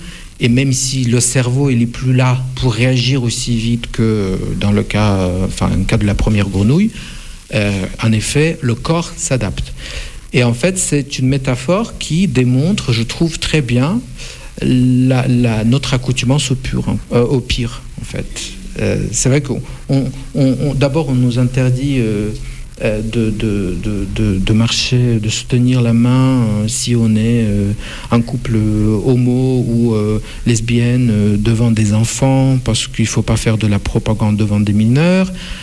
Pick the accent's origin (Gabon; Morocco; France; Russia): Russia; moved away; la mémoire de ma jeunesse et la mémoire de la Russie de ma jeunesse